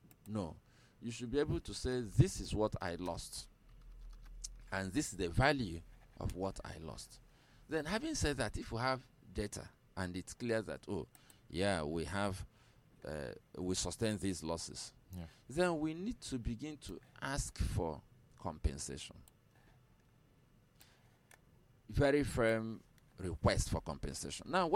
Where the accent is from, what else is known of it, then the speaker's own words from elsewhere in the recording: Nigeria; as a Nigerian